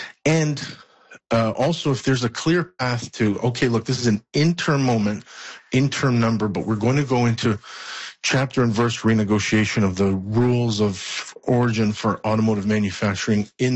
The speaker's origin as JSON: {"language": "English", "country": "Canada", "said": "I mean, look, I'm Canadian first."}